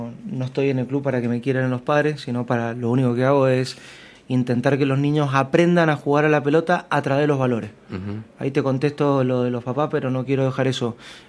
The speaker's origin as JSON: {"language": "Spanish", "country": "Argentina", "said": "somos argentinos."}